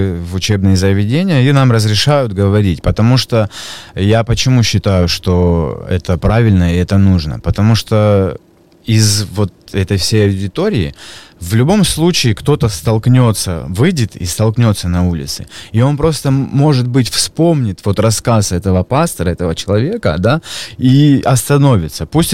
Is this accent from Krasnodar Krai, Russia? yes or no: yes; Krasnodar, Krasnodar Krai, Russia; Я здесь, Краснодара, родился, вырос здесь, на Комсомольском. Я учился в школе с Виталием Сергеевичем, 83-й.